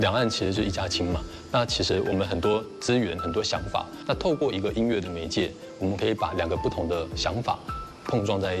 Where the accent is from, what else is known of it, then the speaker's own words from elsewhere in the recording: Hsinchu, Taiwan; now in Xiamen, China; 然后我是来自台湾新竹，我来厦门已经六年了，现在是在厦门这边在教导民乐、唢呐这方面的。